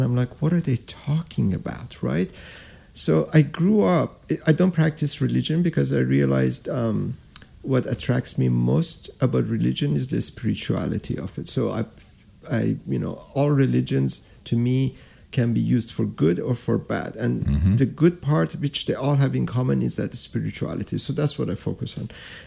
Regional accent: Iran; now in United States; me as an immigrant, I've been here for 47 years. I came from Iran, predominantly a Muslim country.

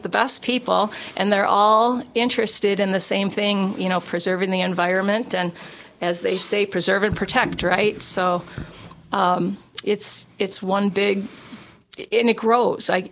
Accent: Evanston, Illinois, United States; moved away as an adult; Well, I'm from Evanston, Illinois, and met my husband there

